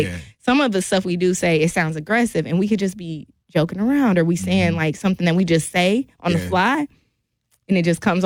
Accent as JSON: {"language": "English", "town": "Milwaukee", "region": "Wisconsin", "country": "United States", "tie": "born or raised there", "moved": "as an adult", "lives_now": "Henderson, United States", "said": "Milwaukee wasn't going nowhere. It's been here since I've been born."}